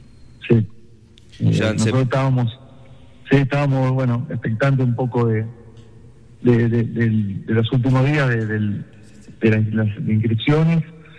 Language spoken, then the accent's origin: Spanish; Uruguay; now in Colombia; soy uruguayo